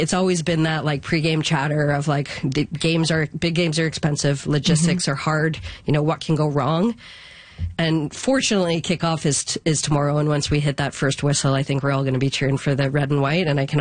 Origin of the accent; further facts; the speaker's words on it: Oakville, Ontario, Canada; And I had that because I grew up in Oakville, Ontario, that had a big youth soccer club. I was near Toronto that had access to a youth national team pathway.